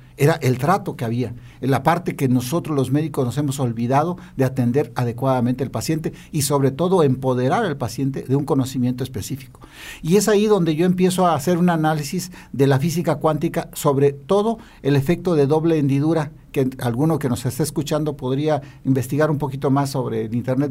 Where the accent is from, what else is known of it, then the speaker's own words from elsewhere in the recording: Comitán, Chiapas, Mexico; ahí en mi pueblo, en Comitán, yo soy de Comitán